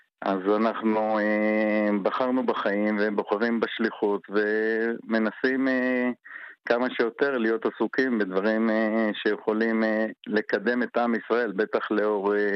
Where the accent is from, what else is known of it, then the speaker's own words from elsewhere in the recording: Hebron, West Bank, Palestine; בילדותי בחברון עוד. אחרי מלחמת ששת הימים.